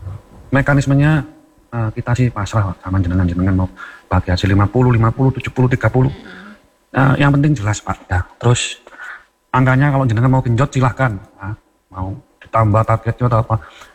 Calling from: Malang, East Java, Indonesia; saya sebagai warga Malang

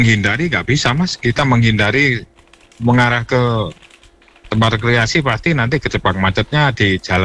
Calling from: East Java, Indonesia

